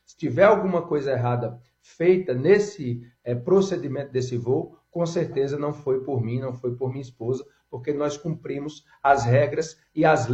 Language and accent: Portuguese; Paraíba, Brazil; eu sou do sertão da Paraíba e eu sei o quanto as minhas emendas são importantes para melhorar a vida das pessoas